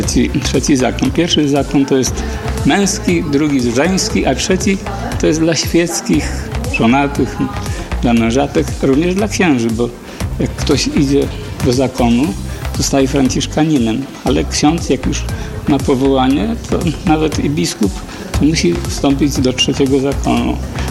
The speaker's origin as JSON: {"language": "Polish", "town": "Lubawa", "region": "Warmian-Masurian Voivodeship", "country": "Poland", "tie": "born or raised there", "lives_now": "Złotowo, Poland", "said": "Tak, w Złotowie … za Złotowa, koło Lubawy, ale mieszkałem w Lubawie, urodzony jestem w Lubawie. Od 18 lat jestem pobudowany w Złotowie, nawet za Złotowem, ostatnia chata za wsią, jak to się mówi, z widokiem na wzgórza Dylewskie."}